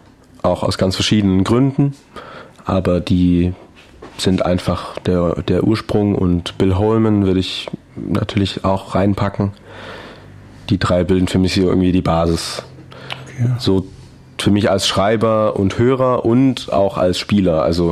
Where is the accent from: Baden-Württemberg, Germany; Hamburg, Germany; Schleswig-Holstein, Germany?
Baden-Württemberg, Germany; Hechingen; ich komme ja aus dem Zollernalbkreis, aus Hechingen